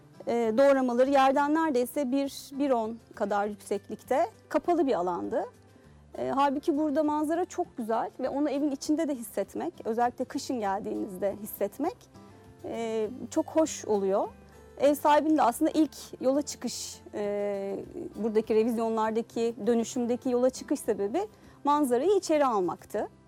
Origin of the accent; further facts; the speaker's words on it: İzmir, Turkey; moved away as an adult; also born or lived in Istanbul; oğlumuzun okul durumu sebebiyle İzmir'e geldik. 2020 yılından beri de 3 yıldır memleketim İzmir'e geri dönmüş oldum.